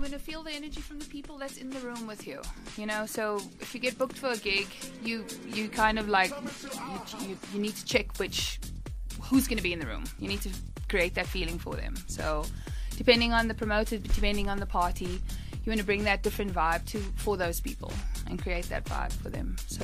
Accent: Gqeberha, Eastern Cape, South Africa; also born or lived in Johannesburg; now in Cape Town, South Africa; No, I'm not from Joburg. I am from Gqeberha, PE. But I lived in Joburg for a little bit, and still I'm back in Cape Town.

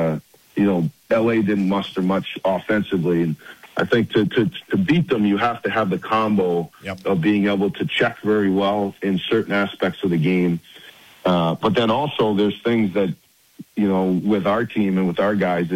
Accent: Rhode Island, United States; Rhode Island, yeah.

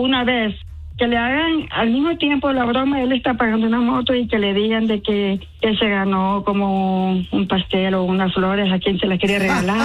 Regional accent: Honduras; Soy hondureña, pero soy mujer de un solo hombre, no me gusta eso.

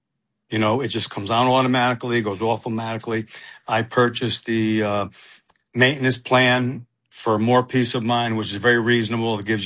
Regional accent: Stamford, Connecticut, United States; my hometown, Stamford, Connecticut

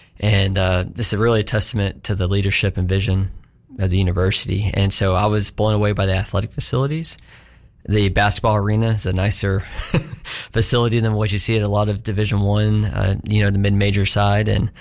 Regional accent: Chattanooga, Tennessee, United States; born there; So I was born in Chattanooga, and then my parents were both born and raised in the state.

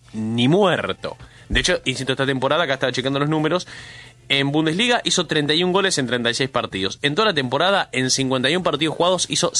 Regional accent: Argentina; Bueno, vos sos italiano, está bien. Yo no, yo soy argentino.

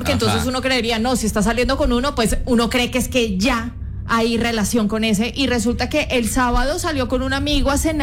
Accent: Colombia; now in Guatemala; Yo soy colombiana a partir del mediodía.

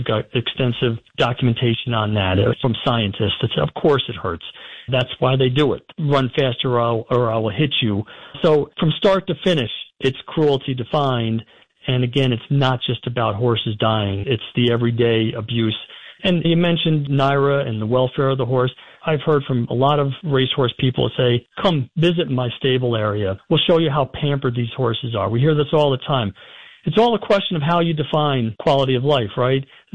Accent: New York, United States; born or raised there

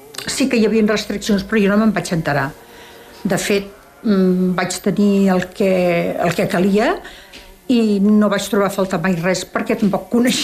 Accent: Sant Feliu de Llobregat, Catalonia, Spain; born there; Vaig néixer a Sant Feliu de Llobregat un 30 de desembre del 1946.

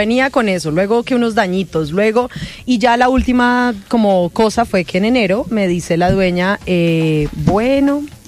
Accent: Cali, Valle del Cauca, Colombia; No, yo soy caleña.

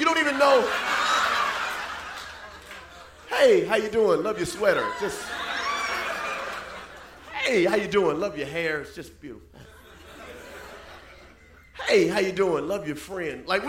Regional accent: the South, United States; I'm from the South, and she's real religious, you know?

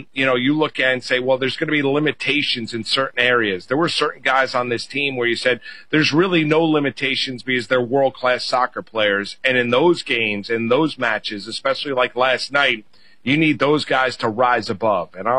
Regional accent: United States; As an American soccer fan

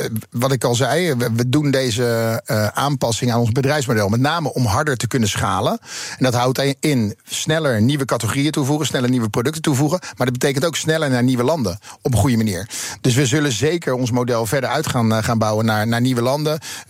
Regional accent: Netherlands; ik ben heel blij met waar ik ben opgegroeid.

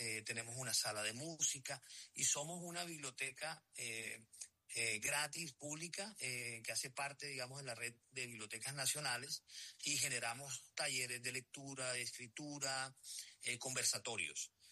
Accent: Barranquilla, Atlántico, Colombia; yo como barranquillero, yo me siento muy orgulloso

